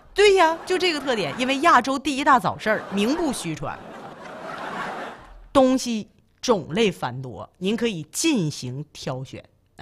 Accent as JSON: {"language": "Chinese", "region": "Liaoning", "country": "China", "accent": "northern Liaoning (Liaobei)", "said": "我主要吧还是说辽北的口音重一些，辽西这边口音呢稍微差一点。"}